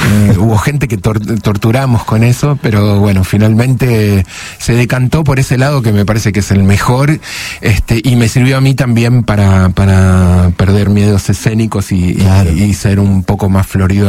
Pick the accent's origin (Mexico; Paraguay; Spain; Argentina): Argentina; Ushuaia, Tierra del Fuego; yo soy no nací, pero crecí en Ushuaia, y no tengo ninguna capacidad musical, absolutamente ninguna.